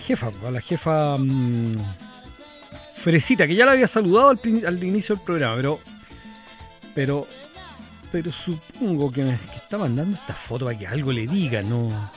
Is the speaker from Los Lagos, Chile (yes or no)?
no; Santiago, Santiago Metropolitan Region, Chile; Yo soy de Santiago, Santiago Centro específicamente, que es como la zona del más antigua de Santiago, donde se fundó, ahí están los edificios más, más antiguos de la ciudad.